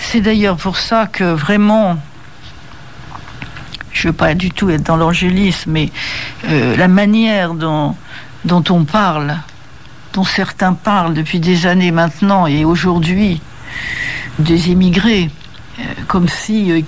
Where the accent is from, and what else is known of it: France; born there